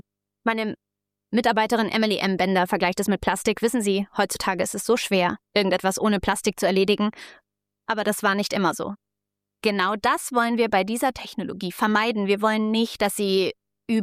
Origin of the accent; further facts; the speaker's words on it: Ethiopia; Wie Sie wissen, bin ich in Äthiopien geboren und aufgewachsen und ich mache mir große Sorgen zum Beispiel über das Crypto-Mining, das sich in Äthiopien ausgebreitet hat